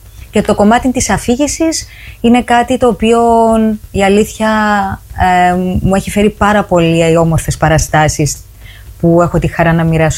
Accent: Troulloi, Larnaca District, Cyprus; now in London, United Kingdom; Είμαι από τους Τρούλους, ένα χωριό στην επαρχία Λάρνακας.

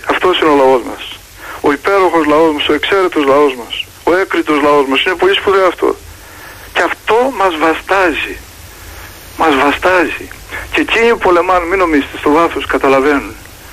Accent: Greece

